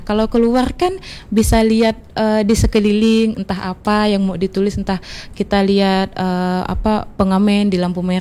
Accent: Sambas, West Kalimantan, Indonesia; Saya Sambas Bang.

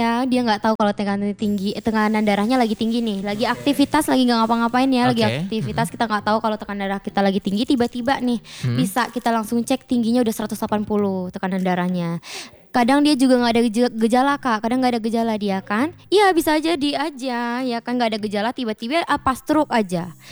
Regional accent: West Sumatra, Indonesia; kita orang Sumatera Barat ya biasanya makannya santan

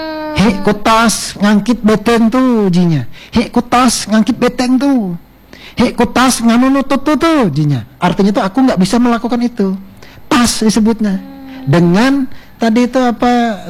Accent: East Kalimantan, Indonesia; Jadi kita ini bahasa tercampur gitu nah busu.

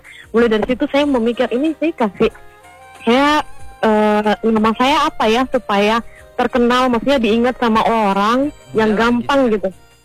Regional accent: Merauke, South Papua, Indonesia; Kita apalagi kita kan orang Merauke

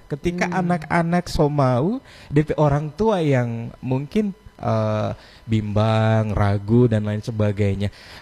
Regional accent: Gorontalo, Indonesia; kita sebagai orang Gorontalo bangga ya.

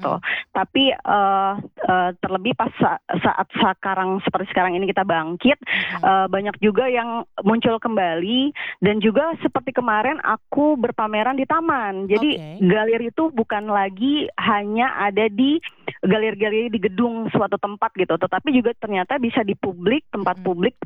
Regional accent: Jakarta, Indonesia; karya cicak itu metafora akan bagaimana kita orang Jakarta tuh bisa bertahan hidup.

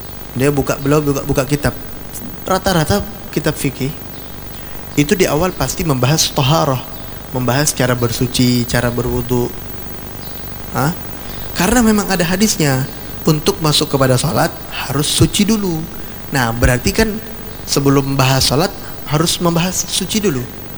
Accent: Banjar, South Kalimantan, Indonesia; saya orang Banjar

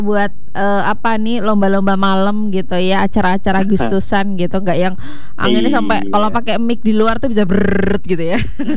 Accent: Magetan, East Java, Indonesia; now in Kediri, Indonesia; daerah saya Magetan

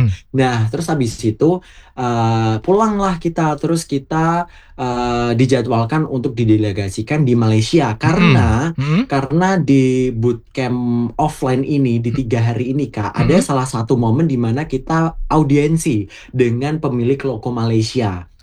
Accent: Boyolali, Central Java, Indonesia; Makanya dari itu aku sebagai orang Boyolali yang mungkin bernotabene belum banyak orang tahu Boyolali itu mana gitu kan ya.

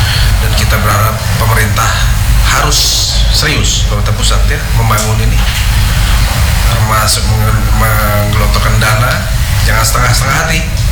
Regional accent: East Kalimantan, Indonesia; itu menjadi harapan kami sebagai warga Kalimantan Timur.

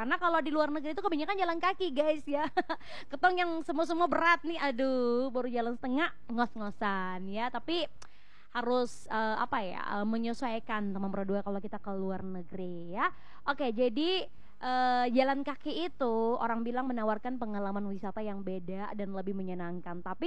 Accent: East Nusa Tenggara, Indonesia; kita bangga dong sebagai warga NTT.

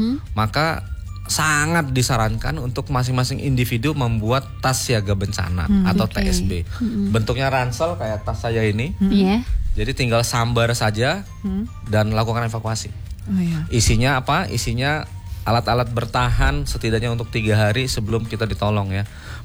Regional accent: Bandar Lampung, Lampung, Indonesia; Walaupun saya orang Bandar Lampung.

